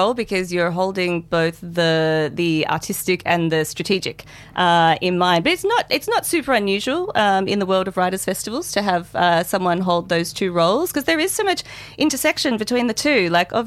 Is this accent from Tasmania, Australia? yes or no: no; Melbourne, Victoria, Australia; moved away as an adult; also born or lived in Adelaide, Australia; now in Byron Bay, Australia; I'm from Melbourne originally